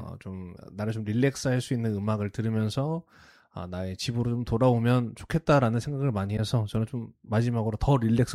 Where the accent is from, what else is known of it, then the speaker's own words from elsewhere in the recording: South Korea; 사실 우리나라에서 태어나고 당연히 우리나라에서 자라다 보면 늘 너무 익숙하잖아요, 우리나라가.